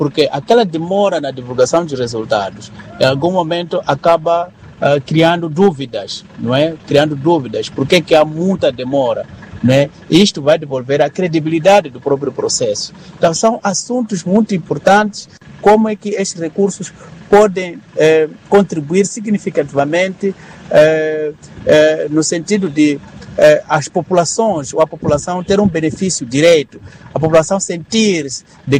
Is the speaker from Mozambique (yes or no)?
yes; Mozambique; que nós precisamos como moçambicanos